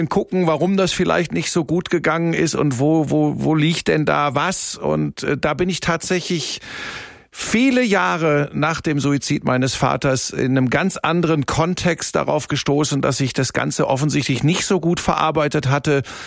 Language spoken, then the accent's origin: German; Hagen, North Rhine-Westphalia, Germany; moved away as an adult; also born or lived in Bottrop / Cologne; now in Munich, Germany; Ja, ich bin geboren in Bottrop. Das ist wirklich, das ist ja Inbegriff des Ruhrgebiets. Bin dann aufgewachsen in Hagen. Das ist so Tor zum Sauerland, ja. Ruhrgebiet. Und dann habe ich im Rheinland studiert, in Köln an der Sporthochschule und bin 1993 dann nach München gegangen.